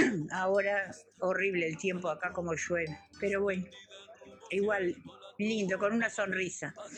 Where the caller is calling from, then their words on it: Canelón Chico, Canelones, Uruguay; Acá estoy escuchando, bueno, el programa, amarillando con amigos, tomando un matecito, mirando llover. Acá llueve torrencial en Canelón Chico.